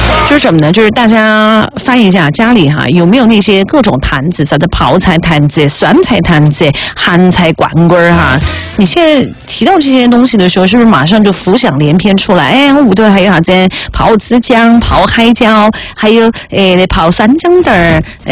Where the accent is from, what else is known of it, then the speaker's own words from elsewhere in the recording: Sichuan, China; 对于我们四川人来讲的话